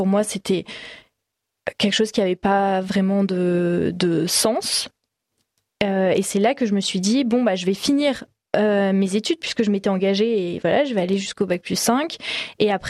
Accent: Valence, Auvergne-Rhône-Alpes, France; now in Ardèche, France; Alors moi, j'ai grandi à Valence. C'est pas très loin, mais je suis plutôt team drômoise, même si maintenant je suis aussi ardéchoise dans mon cœur, bien sûr.

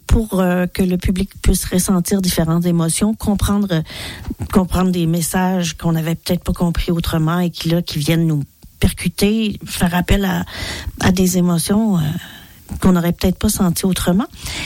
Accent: Quebec, Canada; ben on va ramasser nos grands-mères, comme on dit chez nous au Québec

